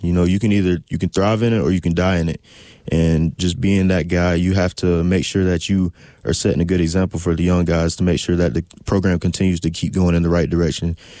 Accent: Tallapoosa, Georgia, United States; born there; moved away as an adult; I started playing football when I was 7 years old. Little rec team in my town, Tallapoosa Red Devils.

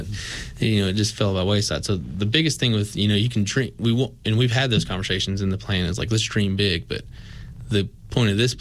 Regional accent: Meadowview, Virginia, United States; And my relationship with Abingdon as I grew up was transactional. You know, I was a kid from Medview. I wasn't from Abingdon

